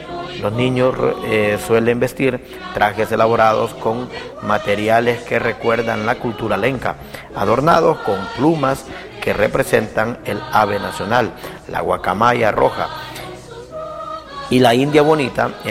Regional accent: Honduras

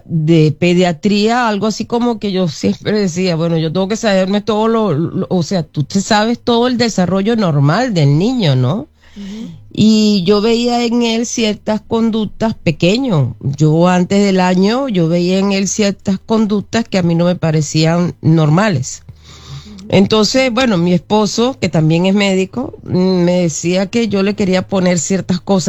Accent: Venezuela; moved away as an adult; now in Uruguay; yo soy venezolana, pero bueno, me vine porque mi esposo

